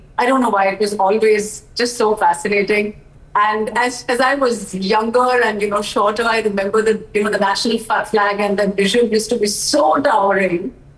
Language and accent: English; India; I feel thoroughly proud every single day to be an Indian.